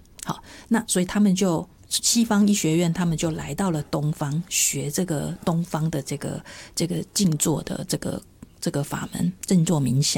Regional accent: Taiwan

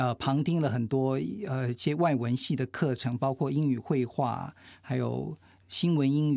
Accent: Yonghe District, New Taipei, Taiwan; 那新北市的永和区、 嗯、 啊，在那边念国小、国中这样子

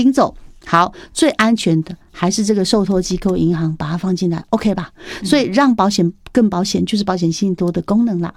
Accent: Taiwan; 也就是说我们台湾人哦，我不敢说那个真的是很大的钱哈

